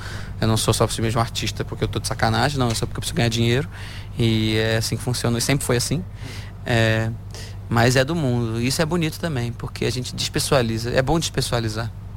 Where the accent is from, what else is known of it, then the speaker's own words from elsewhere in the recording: Rio de Janeiro, Brazil; now in Portugal; Até eu que sou carioca estou sofrendo aqui, gente, que é isso? Até trouxe minha namorada para ter uma experiência de Portugal